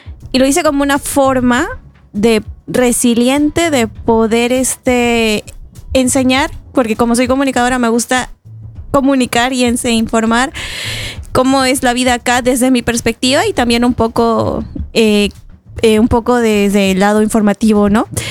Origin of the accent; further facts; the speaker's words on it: Lima, Peru; moved away as an adult; now in Trondheim, Norway; Soy de Lima.